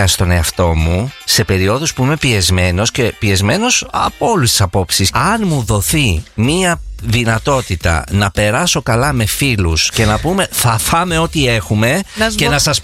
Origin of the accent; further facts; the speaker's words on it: Greece; σαν Έλληνες.